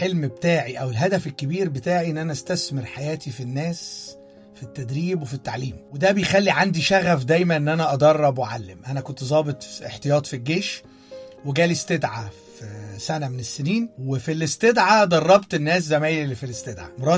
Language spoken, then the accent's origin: Arabic; Egypt; زمان والدي كان بياخدني نشرب عصير قصب، المشروب دوت مشهور جدا عندنا في مصر. أنا كان عندي ساعتها 7 أو 8 سنين